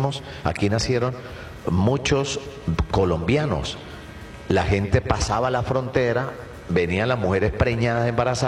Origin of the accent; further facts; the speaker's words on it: Colombia; now in Venezuela; tantos colombianos, okay, yo soy también colombiano, de padres colombianos, se vinieron hacia, o nos hemos venido hacia Venezuela